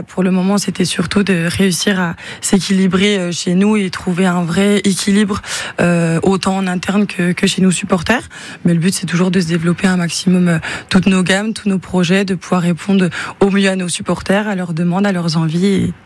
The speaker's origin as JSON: {"language": "French", "region": "Bourgogne-Franche-Comté", "country": "France", "said": "je suis aussi de la région et du territoire"}